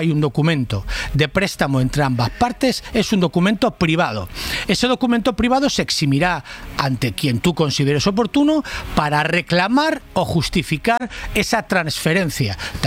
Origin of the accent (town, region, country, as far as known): Valencia, Valencian Community, Spain; born there